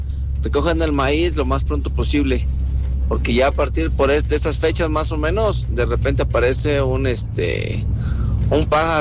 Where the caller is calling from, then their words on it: Tehuacán, Puebla, Mexico; yo soy de Tehuacán, Puebla. Tehuacán, Puebla.